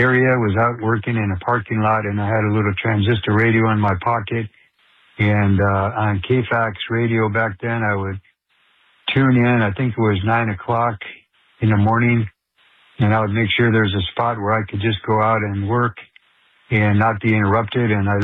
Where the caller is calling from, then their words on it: Hollister, California, United States; I'm listening from Hollister, California on the podcast.